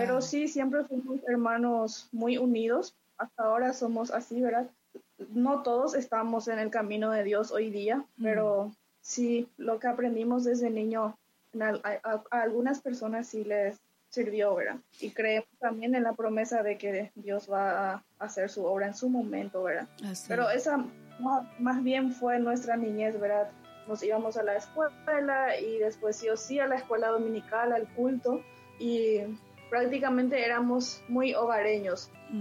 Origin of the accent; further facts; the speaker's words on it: Paraguay; tengo 27 años, soy de Paraguay. Somos 6 hermanos y mis padres viven todavía. Yo nací en una familia cristiana donde desde niños nos inculcaron la palabra de Dios, entonces crecí en ese ambiente